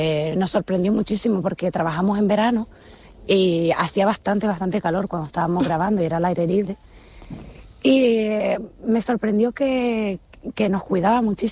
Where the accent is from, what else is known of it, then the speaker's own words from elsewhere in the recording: Canary Islands, Spain; now in United Kingdom; me encantaría volver y seguir trabajando en Canarias.